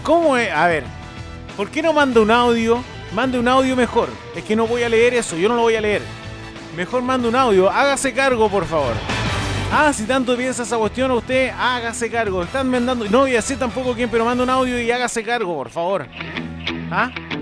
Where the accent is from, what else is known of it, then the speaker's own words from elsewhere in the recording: Talca, Maule, Chile; moved away; Ustedes saben que soy de Talca